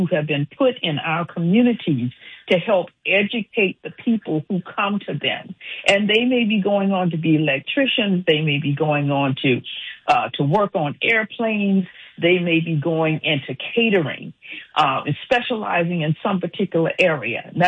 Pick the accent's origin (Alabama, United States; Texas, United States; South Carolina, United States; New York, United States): South Carolina, United States; Johnsonville; moved away as an adult; now in Atlanta, United States; I came from Johnsonville, South Carolina. We were sharecroppers.